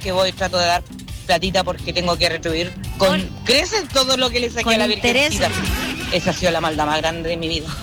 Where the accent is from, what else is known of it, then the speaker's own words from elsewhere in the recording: Lota, Biobío, Chile; now in Los Ángeles, Chile; Cuando era pequeña yo vivía en Lota. Bueno, yo soy oriunda, soy hija de minero, con mucho orgullo, soy chuyonca